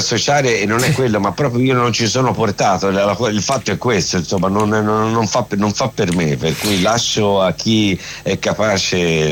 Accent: Florence, Tuscany, Italy; io sono fiorentino, qui c'è l'ospedale pediatrico che si chiama Meyer, sì.

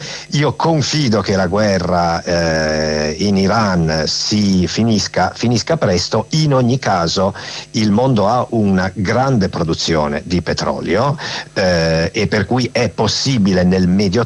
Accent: Piedmont, Italy; Anch'io sono piemontese, per cui sono particolarmente contento.

